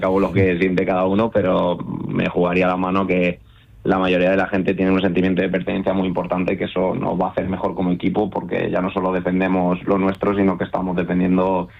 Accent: Madrid, Community of Madrid, Spain; Yo es que soy de Vallecas y soy muy zalamero

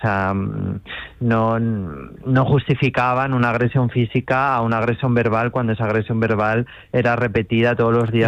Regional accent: Spain; también soy muy marchavalero

